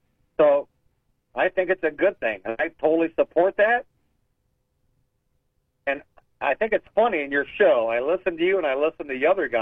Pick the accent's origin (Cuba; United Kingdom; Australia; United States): United States; I'm an American through and through.